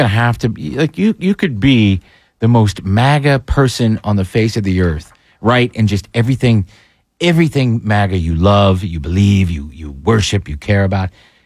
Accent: Elmira, New York, United States; She's from my hometown.

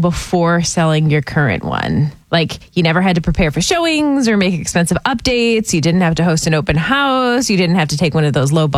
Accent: Illinois, United States; moved away; we grew up in Illinois.

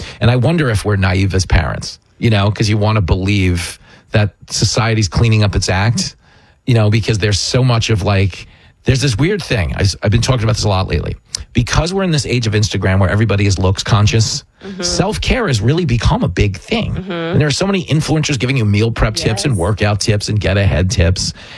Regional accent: Levittown, United States; where I grew up in Levittown, we were drinking beer in like sixth grade.

